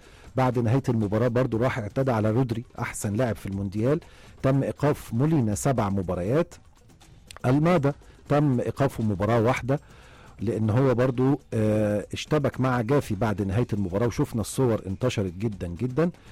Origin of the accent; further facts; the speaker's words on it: Egypt; احنا كمنتخب مصري